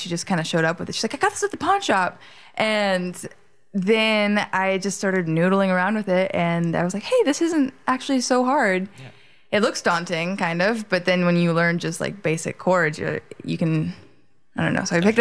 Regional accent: Seattle, Washington, United States; now in San Diego, United States; Yeah. So I'm from Seattle originally.

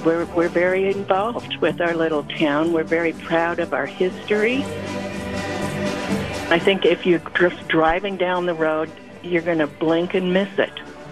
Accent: Rough and Ready, California, United States; When I tell people I come from Rough and Ready, they go, "Are you kidding me?"

